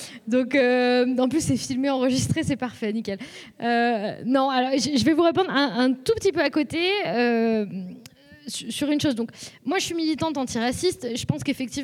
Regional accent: Lyon, Auvergne-Rhône-Alpes, France; moi à la base je viens de Lyon, et donc je me suis fait tabasser suffisamment souvent pour bien comprendre comment ça fonctionnait l'extrême droite

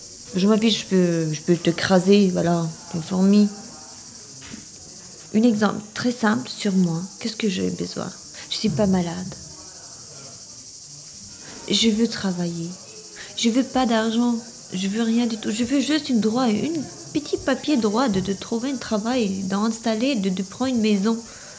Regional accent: Albania; French is a second language; moved away as an adult; now in France; Oui, Mais je suis venue de l'Albanie.

